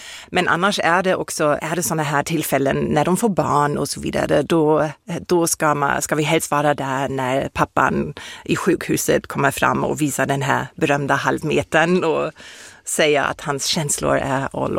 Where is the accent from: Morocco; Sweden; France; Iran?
France; Jag kommer från Frankrike, hur kan man vara det?